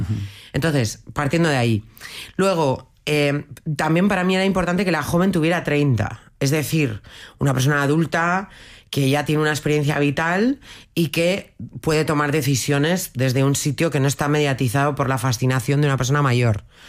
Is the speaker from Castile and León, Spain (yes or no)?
no; Basque Country, Spain; Pues porque somos gente peleona. Porque vivir en Bilbao es